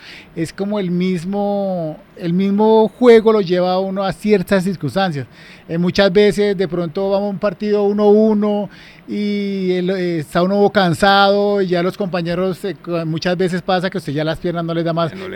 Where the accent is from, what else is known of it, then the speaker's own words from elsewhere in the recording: Bogotá, Colombia; Yo nací en Bosa, me crié en Bosa.